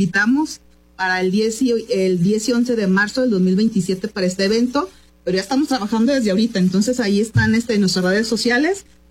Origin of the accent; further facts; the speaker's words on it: Coahuila, Mexico; Yo empecé a trabajar en Nuevo León y luego ya aquí en Coahuila. Soy coahuilense.